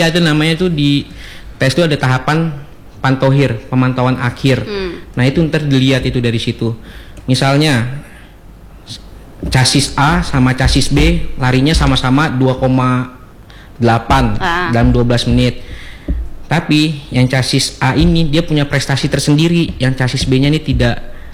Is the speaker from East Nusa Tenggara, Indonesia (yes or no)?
no; Lombok, West Nusa Tenggara, Indonesia; moved away; Kalau saya sendiri asalnya dari NTB, Nusa Tenggara Barat, dari Lombok.